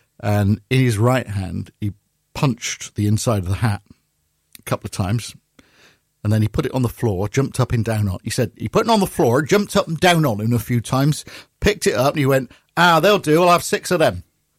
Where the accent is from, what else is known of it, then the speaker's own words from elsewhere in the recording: Bristol, South West England, United Kingdom; accent: Bristolian; Because my Bristolian accent. I said, well, yeah, I'm from down the road.